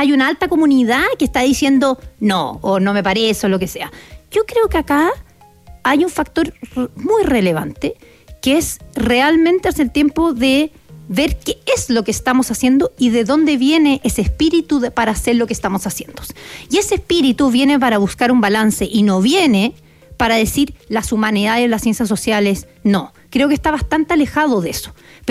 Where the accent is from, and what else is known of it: Chile